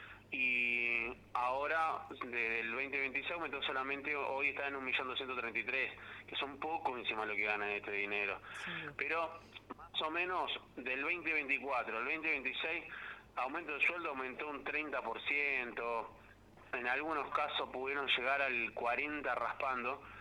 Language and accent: Spanish; Argentina